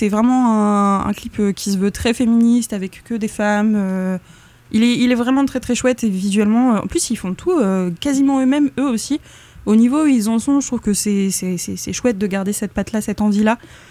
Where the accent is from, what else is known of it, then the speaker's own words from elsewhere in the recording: Brittany, France; Je suis bretonne